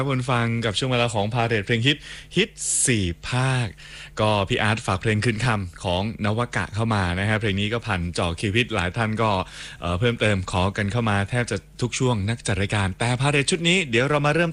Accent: Southern Thailand, Thailand; แล้วผมก็เป็นคนใต้ด้วย

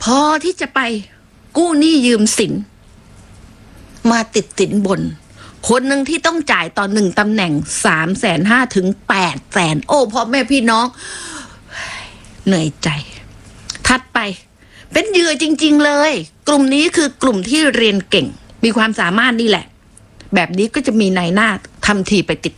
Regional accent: Phuket, Thailand; born there; ดิฉันนี่เกิดมาเป็นคนภูเก็ตโดยกำเนิดนะเกิดถนนดีบุก

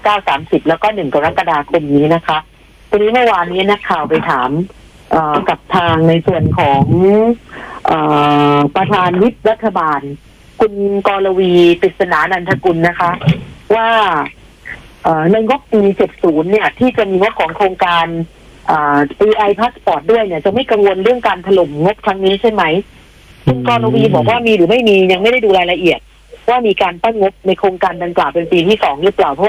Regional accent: Bangkok, Thailand; เราอยู่เป็นชาวกรุงเทพมาตลอด38ปี

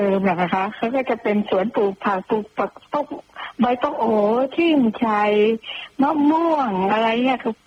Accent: Chachoengsao, Thailand; accent: Paet Riu; สำเนียงแปดริ้วค่ะ

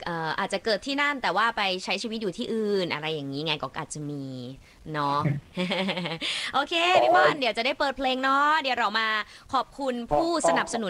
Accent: Chiang Mai, Thailand; เชียงใหม่ค่ะ

